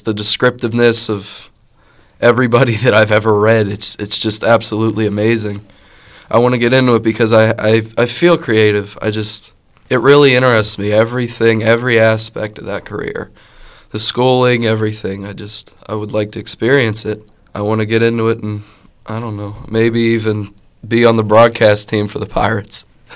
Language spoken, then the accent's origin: English; Carrick, Pennsylvania, United States; I'm a sophomore from Carrick.